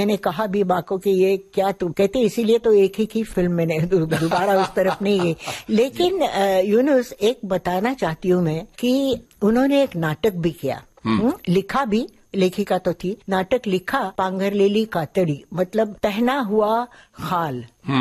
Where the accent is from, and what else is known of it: Pune, Maharashtra, India; born or raised there; also born or lived in Lucknow